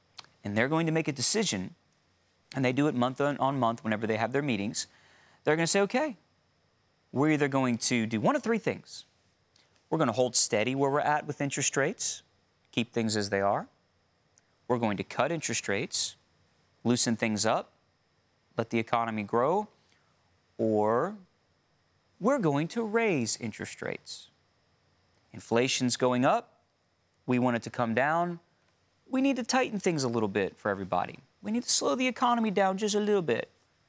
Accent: United States

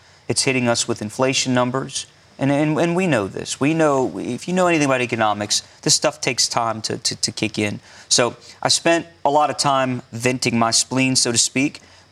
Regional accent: United States; as an American citizen, as a Christian.

